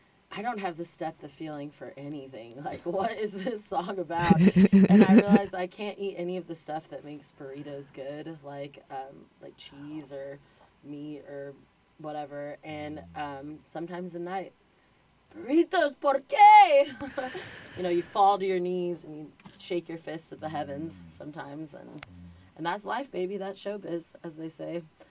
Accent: Albuquerque, New Mexico, United States; And, you know, I'm from Albuquerque. I moved here kind of on accident. I lived here for almost a decade, and then now I've been gone for over a decade

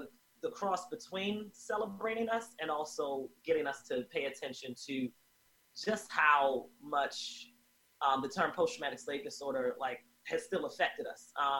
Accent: Baltimore, Maryland, United States; also born or lived in Oakland; And me growing up in Baltimore City, I think is just a really great example of that. Being that it's 65% African American still to this day.

